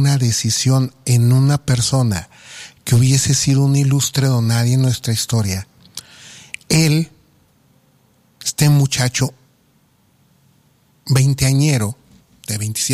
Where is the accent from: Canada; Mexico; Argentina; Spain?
Mexico